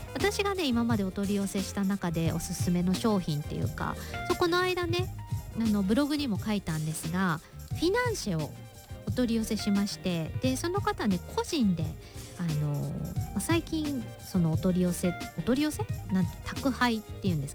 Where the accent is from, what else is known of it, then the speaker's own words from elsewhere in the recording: Kitakyushu, Fukuoka, Japan; あの我が北九州というね町はですね、私の地元なんですが